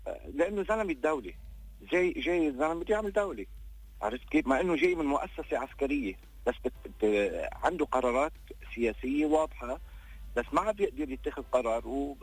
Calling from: Beqaa, Lebanon; من البقاع.

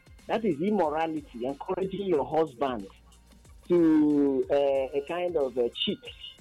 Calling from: Abakaliki, Ebonyi, Nigeria; First of all … I'm calling from Abakaliki.

